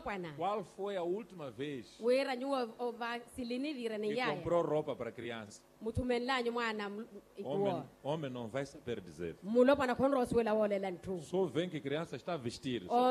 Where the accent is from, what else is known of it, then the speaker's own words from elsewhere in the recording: Mozambique; todos nós como moçambicanos.